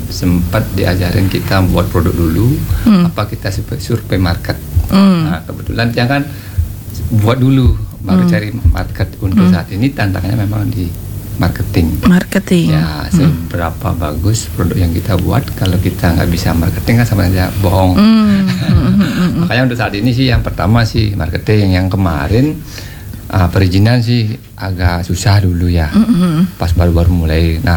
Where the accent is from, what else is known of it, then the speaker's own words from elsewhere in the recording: Singaraja, Bali, Indonesia; saya orang Singaraja, orang Dayakulu kan.